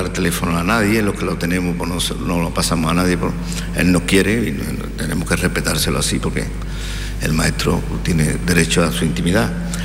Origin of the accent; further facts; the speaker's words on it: Lebrija, Andalusia, Spain; Digo, yo soy de Lebrija. ¿De Lebrija? ¿Y tú qué cantas, niño?